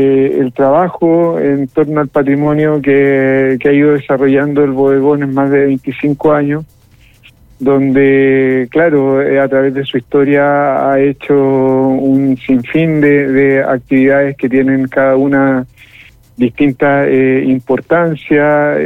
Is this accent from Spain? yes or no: no; Los Vilos, Coquimbo, Chile; born or raised there